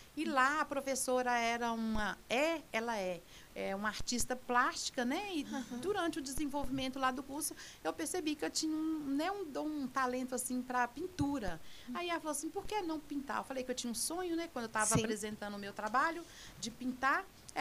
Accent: Dom Serafim, Minas Gerais, Brazil; born there; Eu nasci na zona rural, lá em Dom Serafim

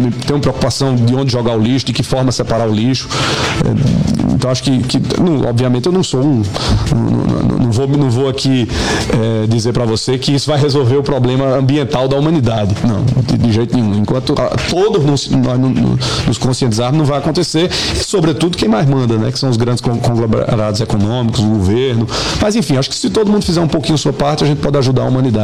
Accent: Sousa, Paraíba, Brazil; Eu não vou deixar de votar num candidato de Souza, que é a minha terra, vou votar em qualquer outro candidato que seja.

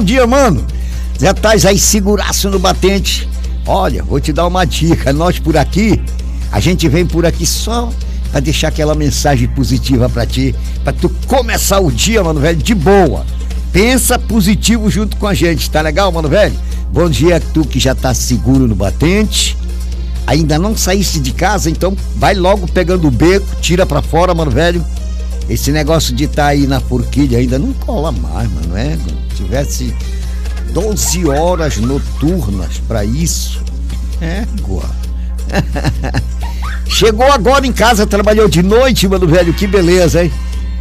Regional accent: Maravilha, Brazil; born there; moved away; eu nasci na Maravilha. Costumo dizer, brincar, que o meu umbigo está enterrado lá na Maravilha

